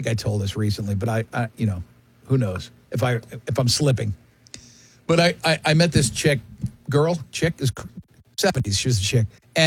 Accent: Florida, United States; I'm from Florida.

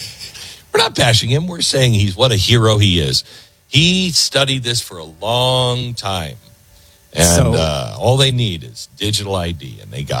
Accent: United States; God, I'm glad I am American.

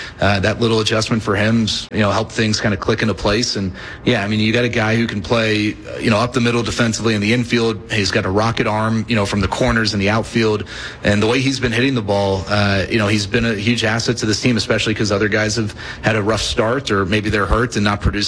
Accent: Dallas, Texas, United States; Now, I grew up in Dallas. I grew up a huge Rangers fan.

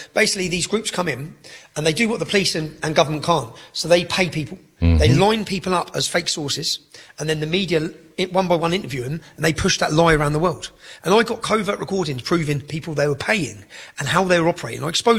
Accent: Luton, East of England, United Kingdom; Now, my hometown, Luton, was the home of Vauxhall's.

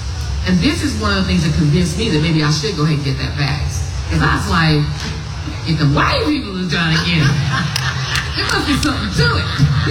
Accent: New York City, New York, United States; even though I'm from Brooklyn

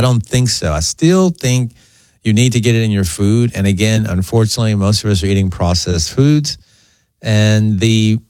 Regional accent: Beaumont, Texas, United States; I grew up here in Beaumont, Texas.

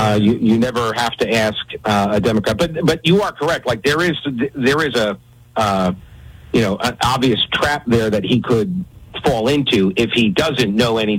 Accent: New York, United States; I know I grew up a Dallas Cowboys fan, which is weird because I was from New York.

